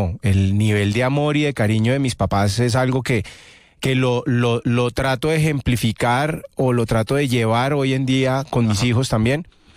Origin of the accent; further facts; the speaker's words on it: Bogotá, Colombia; also born or lived in other parts of Colombia / abroad; pero soy bogotano 100%, Rolo. Nacido aquí en Bogotá.